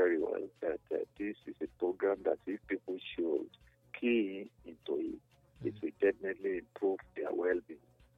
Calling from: Benin; I'm still calling from Benin.

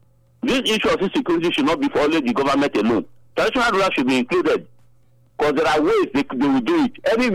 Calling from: Nigeria; Well, I'm coming from Ohara.

